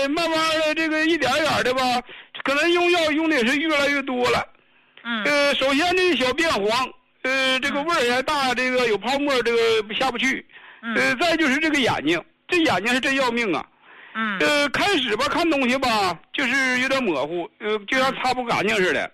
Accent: Shenyang, Liaoning, China; 我家是沈阳的

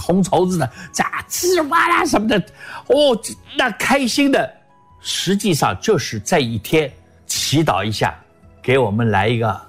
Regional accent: Beijing, China; also born or lived in Shanghai; 我出生在上海，是吧？成长在北京，大城市的生活我很熟悉

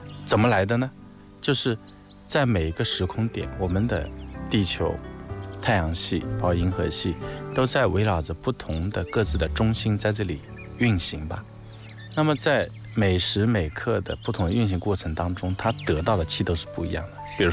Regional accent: China

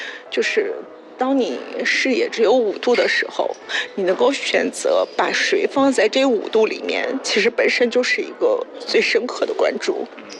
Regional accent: Harbin, Heilongjiang, China; now in Guangxi, China; 我是哈尔滨的。

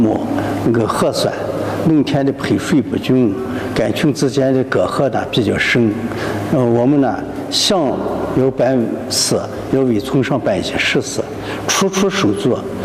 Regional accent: China; 我是土生土长在腰站村的人，我呢最懂我们这片戈壁土地上的这个贫瘠

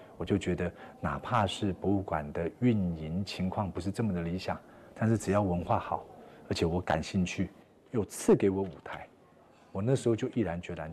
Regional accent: Taipei, Taiwan; 我们小时候在台北长大，所以你知道台北这座城市很多街道都是以大陆的各个城市来做命名

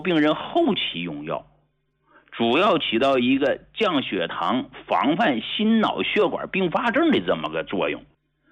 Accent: Hegang, Heilongjiang, China; 啊，我到啥时候我都知道，我是从农村走出来的，我是从黑龙江鹤岗工农区走出来的

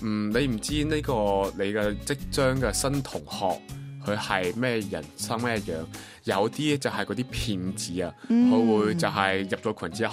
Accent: Macau; 大家好，

